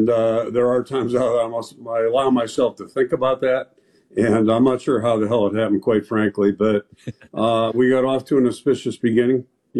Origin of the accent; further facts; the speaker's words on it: Pittsburgh, Pennsylvania, United States; moved away; growing up in Pittsburgh